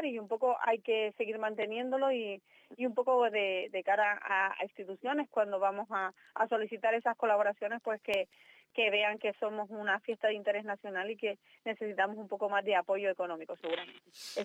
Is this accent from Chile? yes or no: no; Teror, Canary Islands, Spain; nací en Arbejales y vivo en Arbejales y al final es mi barrio